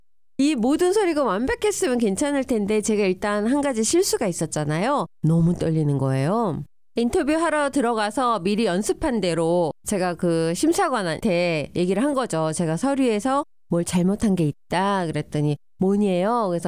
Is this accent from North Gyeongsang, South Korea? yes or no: no; Seoul, South Korea; born there; 한국에서 태어났으니까 스테이트는 서울이라고 써야 되는데 제가 캘리포니아라고 써버린 거예요.